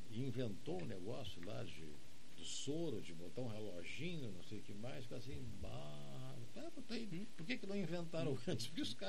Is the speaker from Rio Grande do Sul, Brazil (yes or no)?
yes; Pelotas, Rio Grande do Sul, Brazil